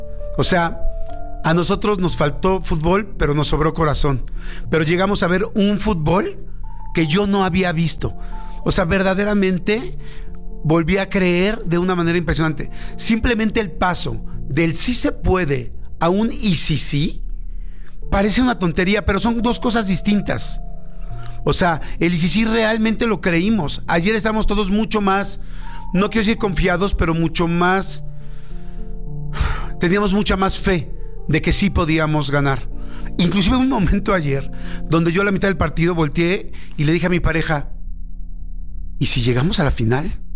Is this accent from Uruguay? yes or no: no; Mexico; Seguías poniendo la playera porque somos mexicanos y porque estamos ahí hasta el final